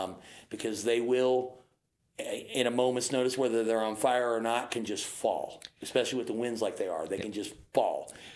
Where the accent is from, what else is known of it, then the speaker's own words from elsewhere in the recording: Texas, United States; moved away as an adult; Growing up in Southeast Texas and being in EMS and fire in Southeast Texas